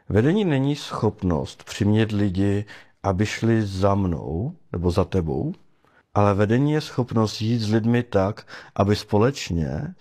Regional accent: Moravian-Silesian Region, Czechia; jak bych tak u nás na Bruntálsku řekli, na férovku, bez obalu

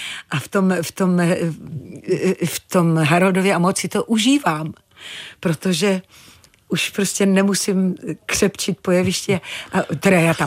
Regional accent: Moravian Wallachia, Czechia; jsem hrdej Valach

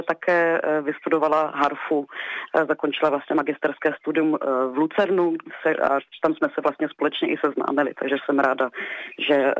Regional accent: Mikulov, South Moravian Region, Czechia; also born or lived in Dolní Dunajovice; Tak já pocházím z Jižní Moravy, konkrétně z Dolních Dunajovic a velkou část svého vlastně dětství jsem strávila v Mikulově

